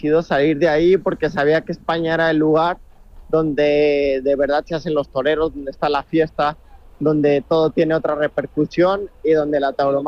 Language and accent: Spanish; Aguascalientes, Mexico; Pues yo soy un chaval de Aguascalientes. Que de un barrio muy humilde que se llama La Mora